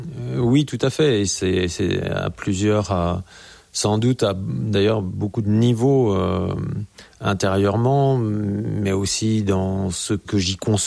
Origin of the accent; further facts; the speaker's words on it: Grenoble, Auvergne-Rhône-Alpes, France; born there; puisque je suis né à Grenoble, donc il y avait le Sapet, les plateaux autour de Grenoble.